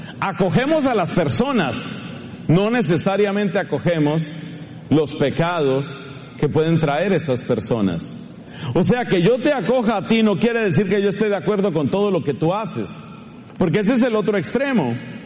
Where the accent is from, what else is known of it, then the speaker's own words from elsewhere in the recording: Colombia; now in Ireland; Y yo, como colombiano, le tengo mucho cariño al plátano, y me estaba haciendo falta porque los irlandeses no comen plátano, no saben de eso.